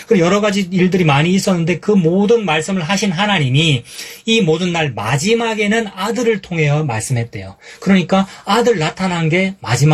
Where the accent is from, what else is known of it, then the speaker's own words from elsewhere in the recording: Gyeongsang, South Korea; 내 고향이 대구는 아니지만 경상도 사람이니까 알아듣는단 말입니다.